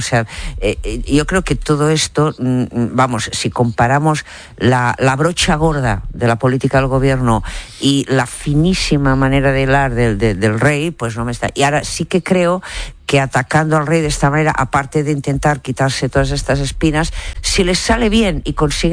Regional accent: Catalonia, Spain; recuérdese que soy catalana

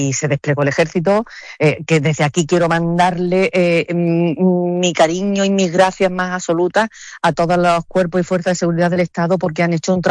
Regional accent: Ceuta, Spain; born there; Es que yo nací aquí ya, yo soy hija de la emigración.

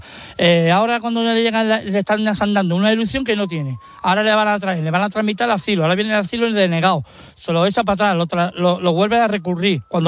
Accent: Spain; Pero yo soy español de pura cepa, vamos, yo mato por España.

